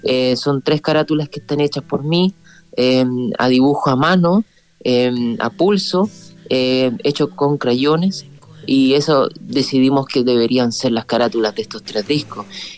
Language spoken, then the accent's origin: Spanish; Renca, Santiago Metropolitan Region, Chile; Yo soy de Santiago, sí. Nací y me crié en una comuna de Santiago que se llama Renca.